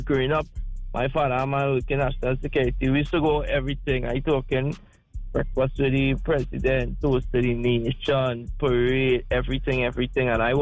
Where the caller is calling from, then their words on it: Trinidad & Tobago; as a Trinidadian